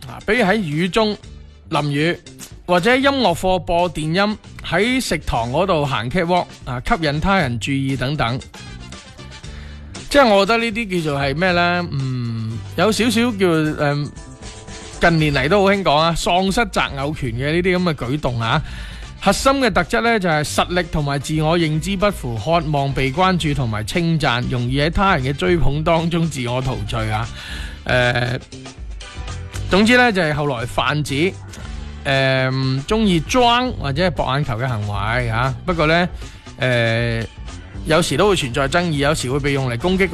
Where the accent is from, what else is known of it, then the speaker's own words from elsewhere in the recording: Guangdong, China; 对于我哋广东人嚟讲咧，尤其广佛两地嚟讲咧